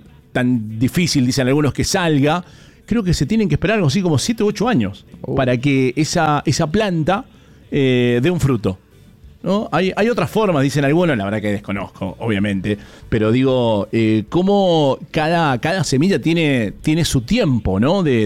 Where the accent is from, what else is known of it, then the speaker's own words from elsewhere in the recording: Mendoza, Argentina; Bueno, acá como mendocinos sabemos cómo de repente en tiempo de en este tiempo, en esta época, el tema de las heladas